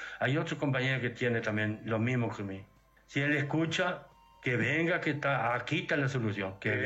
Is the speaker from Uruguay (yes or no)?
yes; Tacuarembó, Uruguay; moved away; Yo soy de Tacuarembono, pero ahora estoy aquí en...